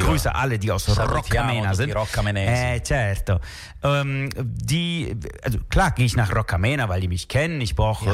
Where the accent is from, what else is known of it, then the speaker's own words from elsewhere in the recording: Düsseldorf, North Rhine-Westphalia, Germany; born there; Ich bin in Gerresheim geboren.